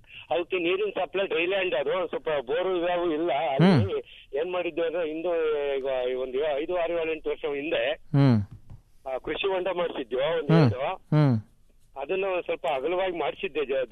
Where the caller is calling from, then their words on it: Karnataka, India; ನಾವು ಹಾಸನ ತಾಲೂಕು ಶಾಂತಿನಗರ ಮರ್ಕೂರು